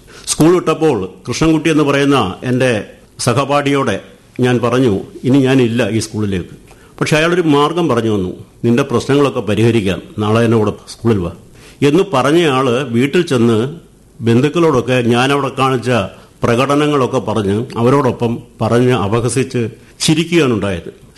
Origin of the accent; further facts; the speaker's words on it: Thodiyoor, Kerala, India; കരുനാഗപ്പള്ളി താലൂക്കിലെ തൊടിയൂർ എന്ന ഗ്രാമത്തിലാണ് ഞാൻ ജനിച്ചത്. തികച്ചും ഗ്രാമ്യമായ അന്തരീക്ഷമുള്ള ഒരു ചുറ്റുപാടിലാണ് അന്ന് ജനിച്ചത്. ഇന്നത് ഒരു പട്ടണത്തിന്റെ പകിട്ടുമൊക്കെ വന്നിരിക്കുകയാണ്. അതായത് കരുനാഗപ്പള്ളി മുനിസിപ്പാലിറ്റിയോട് ചേർന്ന് കിടക്കുന്ന പ്രദേശം